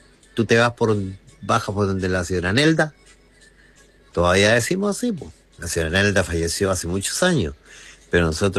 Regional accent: Lago Ranco, Los Ríos, Chile; con nosotros, con los ranquinos

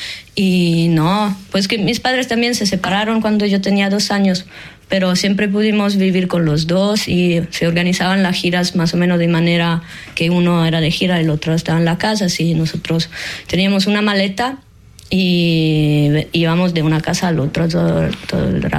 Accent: Ticino, Switzerland; Spanish is a second language; moved away as an adult; now in Marseille, France; De hecho, crecí en las montañas, en pueblitos de montaña, y pasé toda mi niñez jugando en los bosques.

